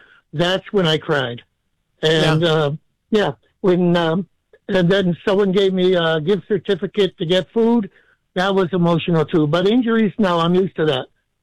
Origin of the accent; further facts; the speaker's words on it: Massachusetts, United States; I'm actually rooting for New York, even though I'm from Massachusetts.